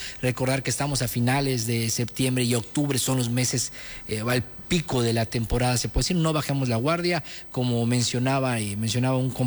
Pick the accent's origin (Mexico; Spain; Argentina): Mexico; Yucatán; acá en Yucatán es tema de globitos, bizcochitos, alguna galleta, que eso no puede faltar, como buen yucateco